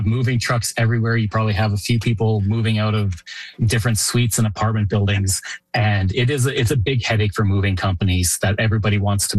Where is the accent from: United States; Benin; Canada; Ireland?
Canada